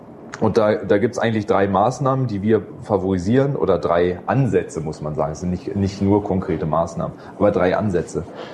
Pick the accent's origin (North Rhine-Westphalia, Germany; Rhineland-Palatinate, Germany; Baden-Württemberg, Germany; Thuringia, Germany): Baden-Württemberg, Germany; Stuttgart; als Stuttgarter muss ich sagen